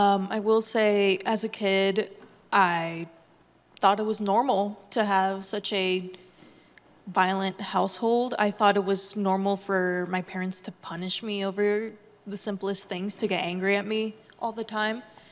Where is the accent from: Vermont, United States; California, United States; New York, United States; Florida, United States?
California, United States; Los Angeles; moved away as an adult; now in Santa Barbara, United States; I grew up in LA, raised and born, or born and raised, actually, not the reverse.